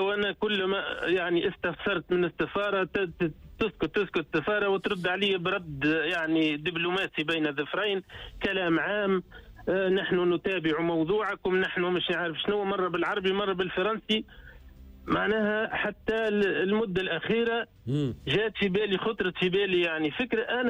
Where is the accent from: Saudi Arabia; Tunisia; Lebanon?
Tunisia; moved away as an adult; now in Warsaw, Poland; وليت كيفاش نقولوا فيها بالتونسي